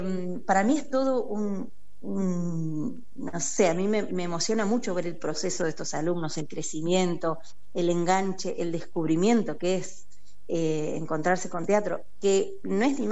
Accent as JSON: {"language": "Spanish", "town": "Gonzales Chaves", "region": "Buenos Aires", "country": "Argentina", "moved": "as an adult", "lives_now": "La Plata, Argentina", "said": "yo no soy de acá de La Plata, yo soy de González Chávez, así que llegué en mi momento para estudiar fonoaudiología."}